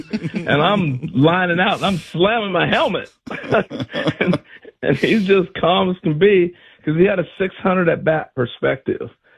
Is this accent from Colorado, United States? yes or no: no; Oregon, United States; I grew up in Oregon, and, you know, I grew up early on.